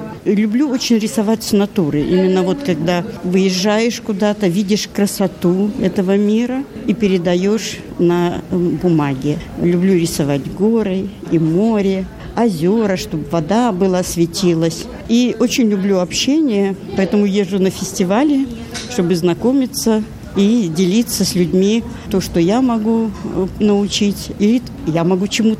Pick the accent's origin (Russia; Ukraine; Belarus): Belarus; now in Poland; Ну, я белоруска. В Беларуси переехала в Польшу.